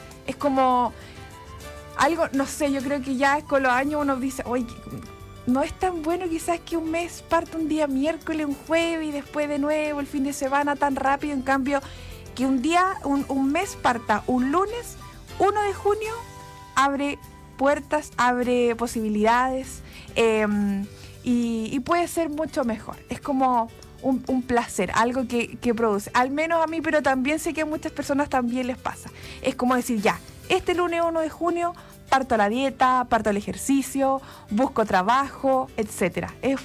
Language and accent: Spanish; Chile; nosotros como chilenos